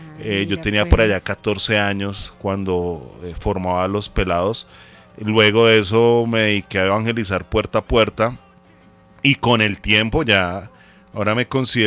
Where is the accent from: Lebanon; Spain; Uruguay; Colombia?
Colombia; Bogotá; Nací en ese hospital. Me crié en el barrio Meisen, Ciudad Bolívar.